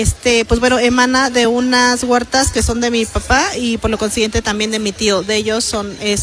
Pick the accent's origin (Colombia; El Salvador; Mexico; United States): Mexico; Atzingo, Morelos; Mi comunidad es Atzingo, y pues bueno, de ahí venimos varios productores a hacer nuestra exposición